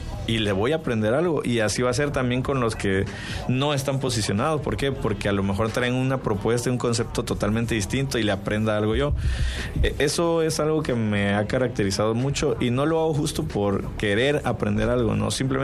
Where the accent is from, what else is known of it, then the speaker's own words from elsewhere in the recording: Tacotalpa, Tabasco, Mexico; Soy de Tacotalpa, Tabasco, y la verdad lo digo siempre con mucho orgullo porque difícilmente te encuentres músicos o artistas de por allá